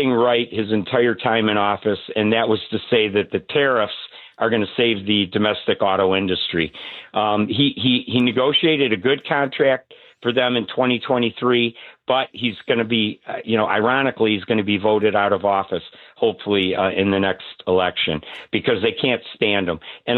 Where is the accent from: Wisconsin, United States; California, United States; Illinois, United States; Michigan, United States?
Michigan, United States; Macomb County, just north of Detroit.